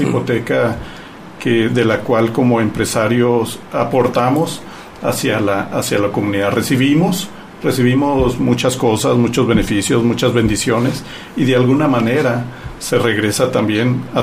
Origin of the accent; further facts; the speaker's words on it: Tijuana, Baja California, Mexico; now in Ciudad Juárez, Mexico; yo vengo de fuera, tengo 13 años aquí en Juárez, vengo de Tijuana